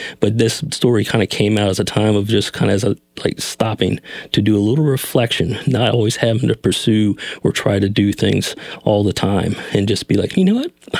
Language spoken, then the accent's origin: English; the South, United States; some things from my childhood growing up in the South and that type of thing.